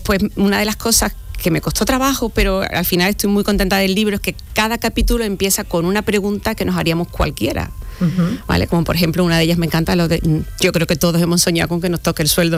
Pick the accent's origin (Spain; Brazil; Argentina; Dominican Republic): Spain; Las Cabezas de San Juan, Andalusia; born there; mi pueblo, que es Las Cabezas de San Juan, que me inspira mucho